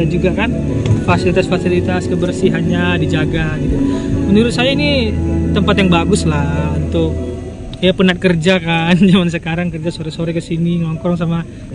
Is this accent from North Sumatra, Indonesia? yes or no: yes; Pandan, North Sumatra, Indonesia; Kalau saya dari Tapanuli Tengah, Pandan.